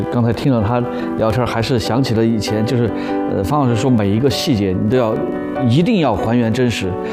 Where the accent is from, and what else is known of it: China